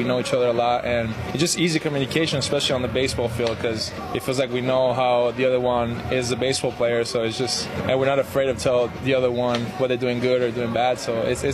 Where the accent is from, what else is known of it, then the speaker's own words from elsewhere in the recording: Canada; first language Spanish; English is a second language; My parents are from Venezuela, so at my home we speak Spanish, and then since I was born in Canada, at school, I would learn, it was French, and then English was the last one.